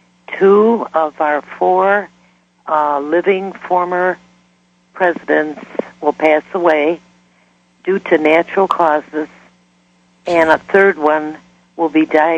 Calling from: Lockport, Illinois, United States; from Lockport, Illinois.

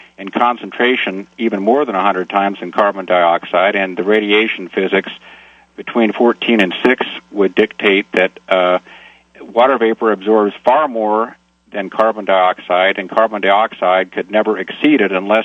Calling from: Portland, Oregon, United States

